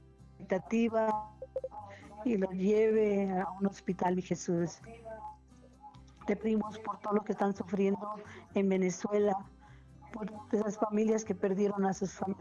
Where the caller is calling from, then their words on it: Michoacán, Mexico; de Michoacán.